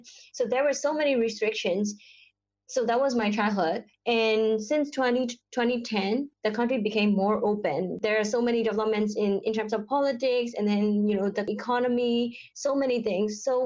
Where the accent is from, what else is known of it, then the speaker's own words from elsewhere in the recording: Myanmar; English is a second language; I am from Myanmar.